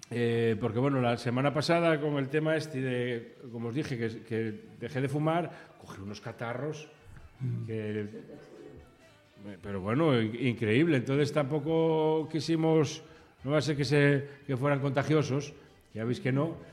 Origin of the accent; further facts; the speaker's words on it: Valladolid, Castile and León, Spain; Oye, que soy de Valladolid.